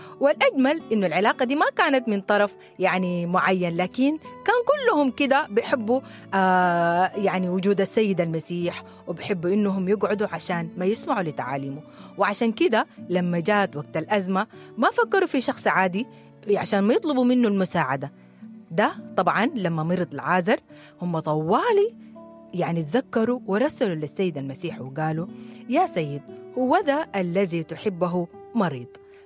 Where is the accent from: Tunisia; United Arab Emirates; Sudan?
Sudan; إحنا كسودانيين